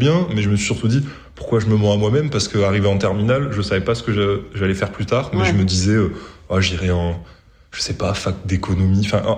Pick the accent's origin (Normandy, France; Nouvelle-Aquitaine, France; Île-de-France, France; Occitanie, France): Occitanie, France; Montpellier; je viens de Montpellier, je suis un pur produit montpelliérain.